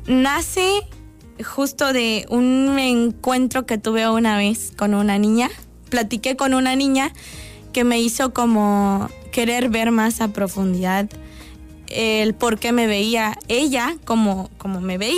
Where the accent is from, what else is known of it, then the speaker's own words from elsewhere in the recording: Chiapas, Mexico; el representar a Chiapas, el representar a mi pueblo que es tan chiquitito, ¿no? Me llena de mucho orgullo, del bueno.